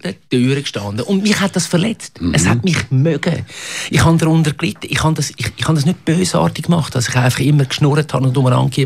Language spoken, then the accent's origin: German; Switzerland; moved away as an adult; also born or lived in Salzburg; ich wollte weg aus der Schweiz. Als junger Schweizer willst du auch mal weg